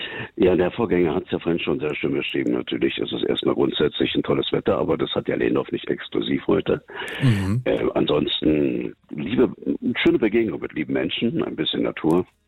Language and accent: German; Berlin, Germany; now in Austria; aus Berlin bin ich.